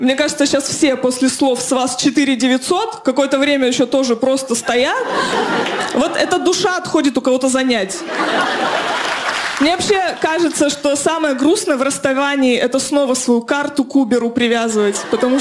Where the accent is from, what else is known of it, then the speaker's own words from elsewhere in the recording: Chelyabinsk, Chelyabinsk Oblast, Russia; я из Челябинска